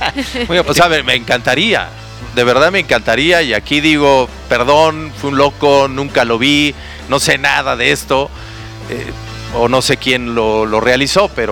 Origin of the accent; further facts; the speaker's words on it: Mexico; Yo creo que lo más importante como mexicanos es